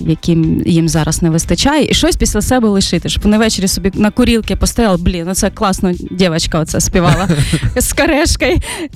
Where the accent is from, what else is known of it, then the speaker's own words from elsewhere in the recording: Luhansk Oblast, Ukraine; moved away as an adult; now in Kyiv, Ukraine; Я з Луганської області